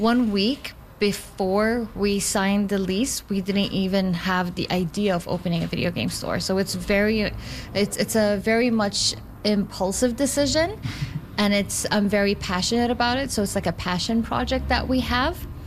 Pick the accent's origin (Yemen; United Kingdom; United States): Yemen; moved away; I grew up in Yemen. So the first time I picked up a video game, I was 16